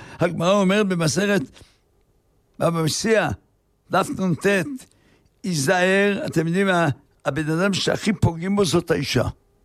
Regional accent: Haifa, Haifa District, Israel; אני גדלתי בחיפה

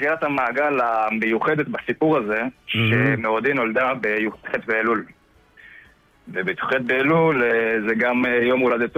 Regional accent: Ness Ziona, Central District, Israel; אני מנס ציונה.

